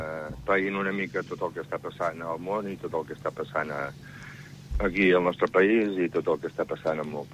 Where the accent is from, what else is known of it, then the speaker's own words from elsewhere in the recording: Vic, Catalonia, Spain; Jo soc de Vic